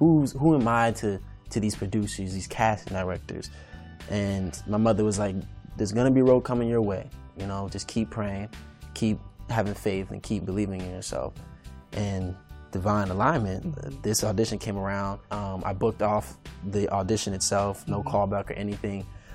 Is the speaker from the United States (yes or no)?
yes; Raleigh, North Carolina, United States; Grew up, born and raised.